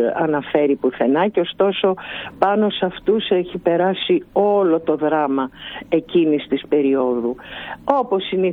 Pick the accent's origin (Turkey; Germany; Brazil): Turkey; Istanbul; και εγώ κατάγομαι από την Κωνσταντινούπολη